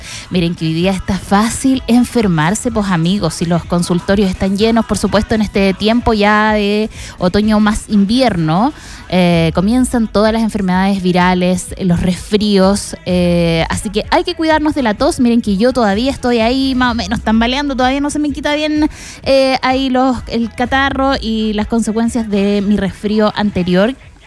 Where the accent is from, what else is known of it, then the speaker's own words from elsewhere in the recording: San Vicente de Tagua Tagua, O'Higgins, Chile; Ustedes saben que yo soy de San Vicente, pues, amigos, soy del campo, de por allá, de los cerros ahí, bien encajonada.